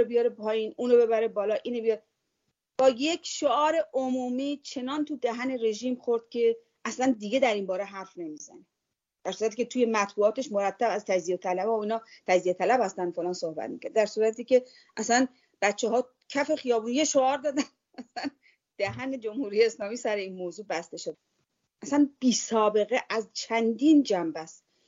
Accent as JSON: {"language": "Persian", "country": "Iran", "moved": "yes", "said": "من ایرانی هستم"}